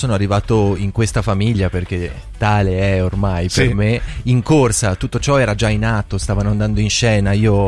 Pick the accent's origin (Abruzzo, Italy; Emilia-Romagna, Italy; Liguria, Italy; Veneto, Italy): Liguria, Italy; Essendo ligure, sono cresciuto a pane … con un padre che mi ha indottrinato su questa strada